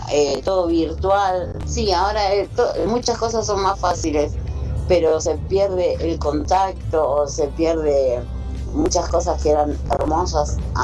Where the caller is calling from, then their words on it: Ciudad Evita, Buenos Aires Province, Argentina; de Ciudad de Vita